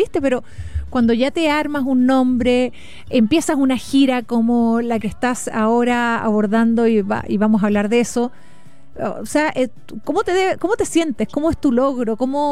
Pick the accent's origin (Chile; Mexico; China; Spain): Chile; Osorno, Los Lagos; also born or lived in Llanquihue; Nacía y cría en el sur, bautizada en Yanquihue, así que imagínate lo sureña que soy.